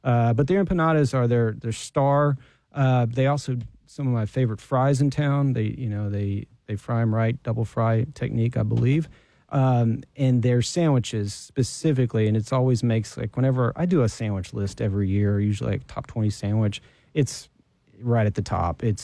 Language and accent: English; Texas, United States; Also, I'm from Texas, man. I'm a barbecue snob.